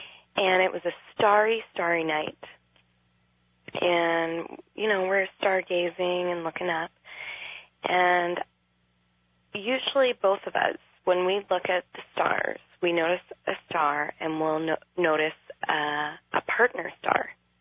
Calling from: Ontario, Canada; My husband and I, we just live north of Toronto.

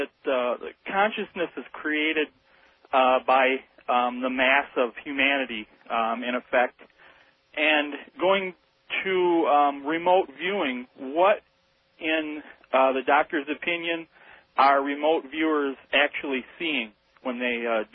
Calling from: Muskegon, Michigan, United States; I'm calling from Muskegon, Michigan.

